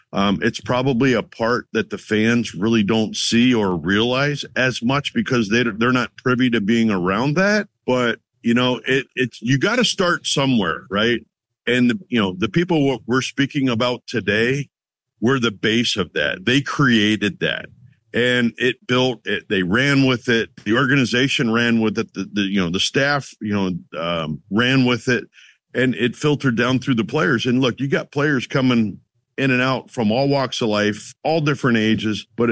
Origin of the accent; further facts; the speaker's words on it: Souderton, Pennsylvania, United States; This thing growing up in Souderton and all around, you know, the area, a home run derby was sponsored.